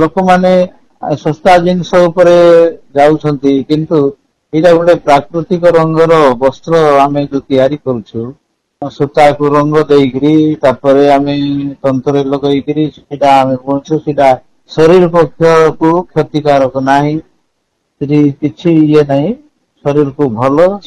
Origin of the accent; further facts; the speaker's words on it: Kotpad, Odisha, India; ଆମ ଘର ହେଉଛି କୋଟପାଳ ଜିଲ୍ଲା କୋରାପୁଟ ମିରଗାନ ସାହି।